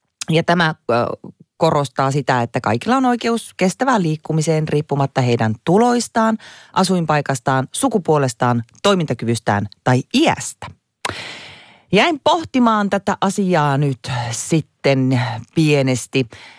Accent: Lapland, Finland; moved away; itsehän olen kotoisin pienestä kylästä, jossa asuu alle 200 ihmistä.

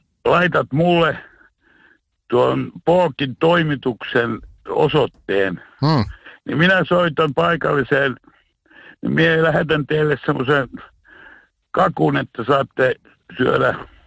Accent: Rovaniemi, Lapland, Finland; born there; kun minä olin nuori kaveri Rovaniemellä

